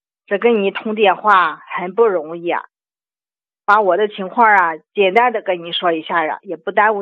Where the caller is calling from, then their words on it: Jinan, Shandong, China; 我是济南市啊淮阴区的。